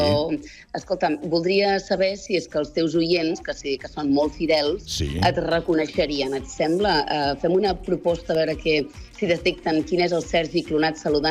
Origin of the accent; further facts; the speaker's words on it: Catalonia, Spain; Jo, com a empordanesa que sóc, ho dic malament.